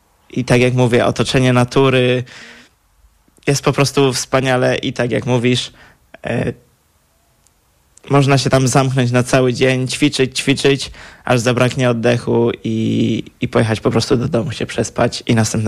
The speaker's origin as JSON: {"language": "Polish", "town": "Poznań", "region": "Greater Poland Voivodeship", "country": "Poland", "said": "jestem z Poznania."}